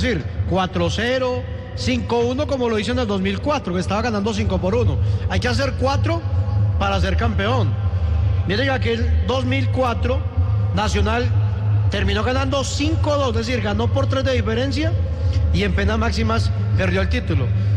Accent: Antioquia, Colombia; hablo por lo menos de mi parte como antioqueño

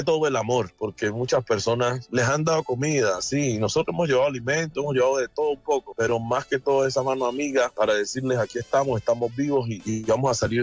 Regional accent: Villarrica, Cauca, Colombia; now in Jamundí, Colombia; Pues yo vivo en Jamundí, hemos sentido esa necesidad del pueblo. Pues yo soy nativo de Villarrica, Cauca, y nos han criado con esas bases de ayudar

